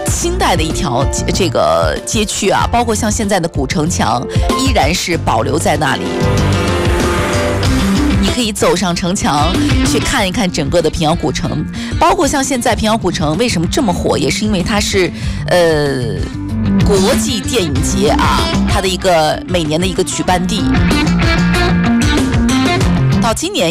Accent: Taiyuan, Shanxi, China; 我自己呢是山西太原人，土生土长的山西太原姑娘啊

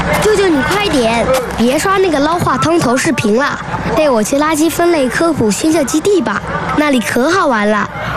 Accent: Fuzhou, Fujian, China; 再宣传宣传咱们福州人的环保精神

